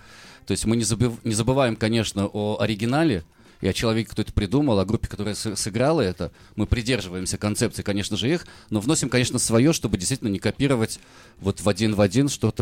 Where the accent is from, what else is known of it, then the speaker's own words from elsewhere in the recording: Saint Petersburg, Russia; Нет, я из Санкт-Петербурга.